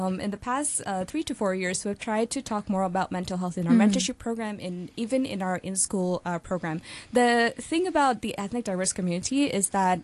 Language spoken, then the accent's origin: English; Pakistan; I'm from Pakistani, Suba is from Bangladesh.